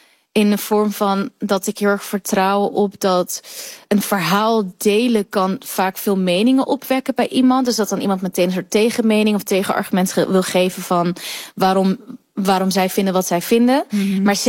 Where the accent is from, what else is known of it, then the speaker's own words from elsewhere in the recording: Netherlands; born there; Ik ben in Nederland geboren, mijn ouders zijn gevlucht. Ik ben een diaspora.